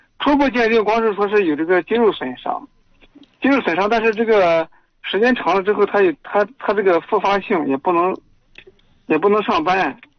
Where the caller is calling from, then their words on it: Jishan, Shanxi, China; 我是山西，稷山的。